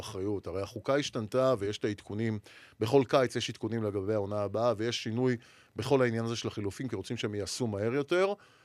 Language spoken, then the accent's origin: Hebrew; Jerusalem, Jerusalem District, Israel; ואני בכלל ירושלמי